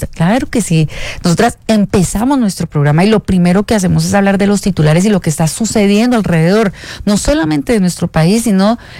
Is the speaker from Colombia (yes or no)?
yes; Colombia; somos colombianos